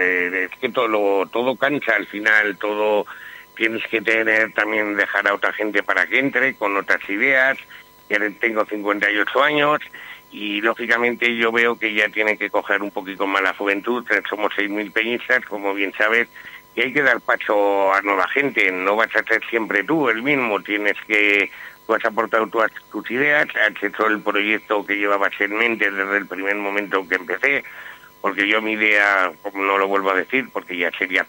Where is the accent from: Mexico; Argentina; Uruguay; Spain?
Spain; Calatayud, Aragon; Seguiré trabajando para Calatayud, porque es mi pueblo, lo que quiero.